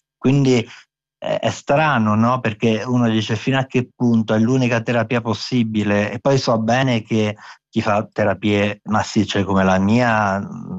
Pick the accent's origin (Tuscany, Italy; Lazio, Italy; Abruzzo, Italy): Abruzzo, Italy; born or raised there; first language Abruzzese dialect; Italian is a second language